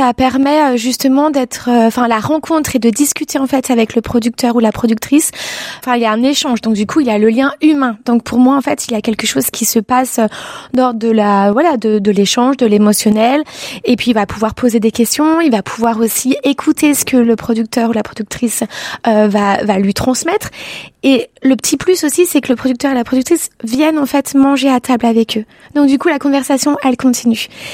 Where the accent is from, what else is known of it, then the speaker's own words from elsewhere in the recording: Annecy, Auvergne-Rhône-Alpes, France; now in Lyon, France; moi je viens d'Annecy